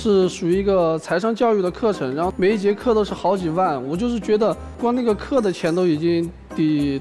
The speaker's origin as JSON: {"language": "Chinese", "town": "Chengdu", "region": "Sichuan", "country": "China", "said": "今年28岁，来自四川成都，目前暂时没有工作。"}